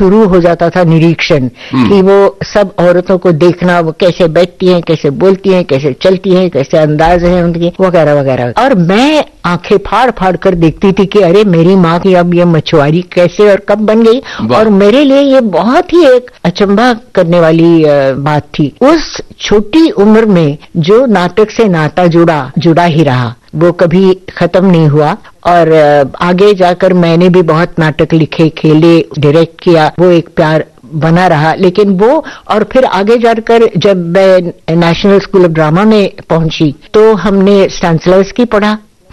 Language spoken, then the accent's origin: Hindi; Pune, Maharashtra, India; also born or lived in Lucknow; हाँ पुणे आ गई और नाना के पास, मतलब अपने पिता के पास, मेरे नाना अप्पा नाम कहते थे। और तब से मैं उनकी छत्र छाया में पली बड़ी।